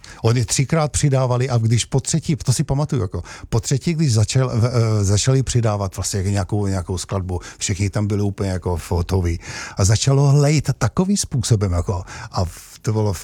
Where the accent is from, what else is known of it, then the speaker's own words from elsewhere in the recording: Šahy, Nitra Region, Slovakia; moved away; also born or lived in Šaľa, Slovakia; já jsem se narodil v Šale, bydleli jsme tam 3 roky a rodiče pak se odstěhovali do Šahy, je to hraniční přejezd, je to 60 kilometrů do Pešti